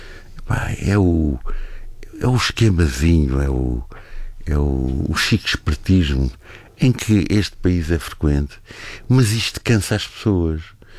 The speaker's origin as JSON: {"language": "Portuguese", "country": "Portugal", "said": "Não, nós somos portugueses, estamos de visita, estamos cá a fim de semana."}